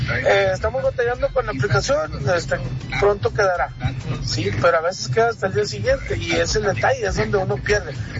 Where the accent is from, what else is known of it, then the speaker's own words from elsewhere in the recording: Mexico; somos mexicanos